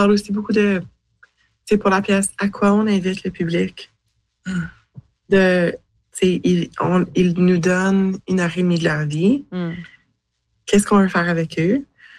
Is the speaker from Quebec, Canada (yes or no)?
no; Manitoba, Canada; Puis, tu sais, moi, je viens du Manitoba.